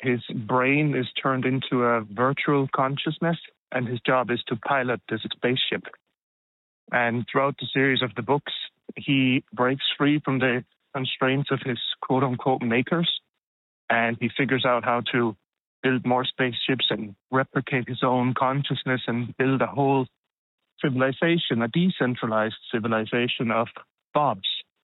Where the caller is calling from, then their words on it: Ireland; Hello, Launch. Hello. I'm calling from Ireland.